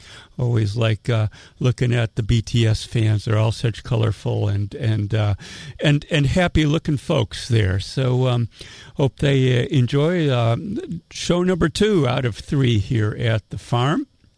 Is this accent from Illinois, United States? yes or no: yes; Chicago, Illinois, United States; my hometown, Chicago, Illinois, the Windy City.